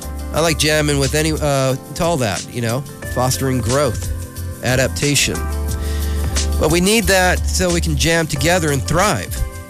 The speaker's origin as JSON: {"language": "English", "town": "Fairfield", "region": "California", "country": "United States", "tie": "born or raised there", "moved": "yes", "said": "I suddenly moved back to town, my hometown."}